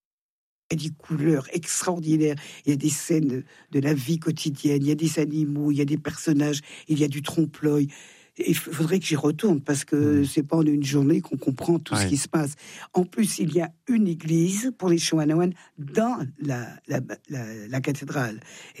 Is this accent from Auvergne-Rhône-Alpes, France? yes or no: yes; Thonon-les-Bains, Auvergne-Rhône-Alpes, France; Ah oui, je chante dans ma ville natale